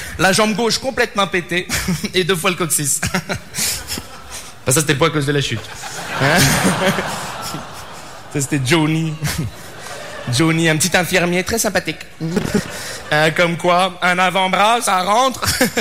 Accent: Montreal, Quebec, Canada; Bonsoir, je me présente … je viens de Montréal.

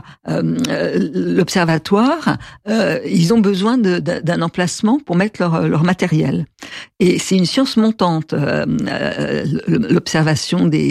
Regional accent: Paris, Île-de-France, France; born there; quand j'étais petite, j'allais plus au Luxembourg ou dans d'autres jardins

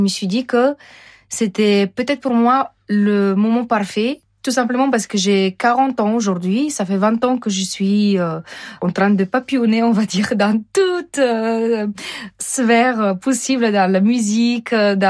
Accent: Bulgaria; moved away; dans mon enfance, gamine en Bulgarie

